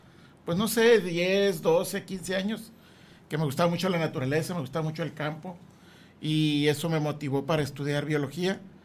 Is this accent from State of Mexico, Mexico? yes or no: no; Torreón, Coahuila, Mexico; moved away as an adult; now in Ciudad Juárez, Mexico; yo digo que toda la vida he sido fronterizo de toda la vida, porque mis primeros 24 años, frontera Torreón Gómez, y luego después frontera Juárez El Paso.